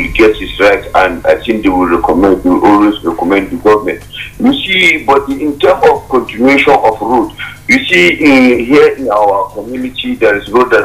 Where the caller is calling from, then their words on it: Plateau, Nigeria; I'm calling from Titi and Chi Junction.